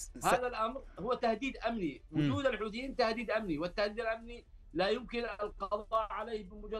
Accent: Yemen

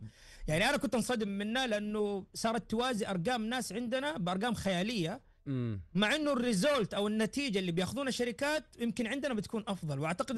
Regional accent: Saudi Arabia; والان عندنا في السعودية

